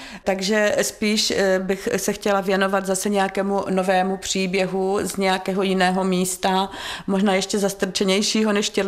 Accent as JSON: {"language": "Czech", "town": "Horní Suchá", "region": "Moravian-Silesian Region", "country": "Czechia", "tie": "born or raised there", "also_born_or_lived": "Havířov", "said": "Pocházím z Horní Suché, bydlela jsem nějakou dobu v Havířově. Teď zase zpátky bydlíme s rodinou v Horní Suché, takže jsem zdejší rodačka"}